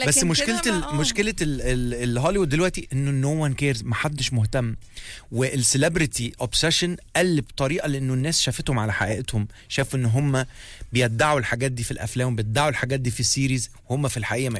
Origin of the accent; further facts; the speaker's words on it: Egypt; يمكن عندنا في مصر نزل بشكل مكثف, بس في أمريكا في كل السينمات هو ما عملش أي, ما نزلش كتير.